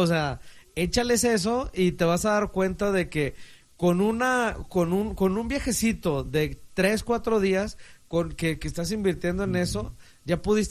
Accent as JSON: {"language": "Spanish", "region": "Guanajuato", "country": "Mexico", "moved": "yes", "said": "Que yo soy de más al sur, yo soy de Guanajuato."}